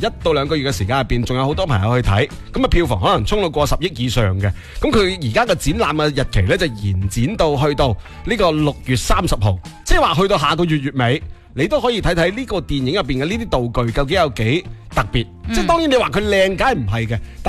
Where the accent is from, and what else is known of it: Guangdong, China